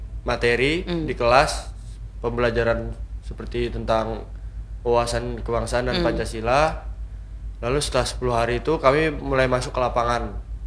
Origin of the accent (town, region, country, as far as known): Banjarmasin, South Kalimantan, Indonesia; born there